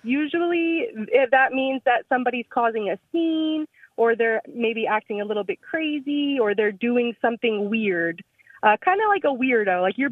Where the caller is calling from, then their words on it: Jacksonville, Florida, United States; Hi, I live in Jacksonville, Florida.